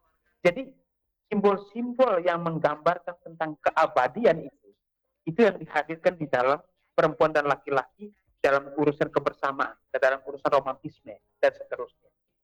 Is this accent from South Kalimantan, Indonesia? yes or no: no; Kupang, East Nusa Tenggara, Indonesia; kita orang Kupang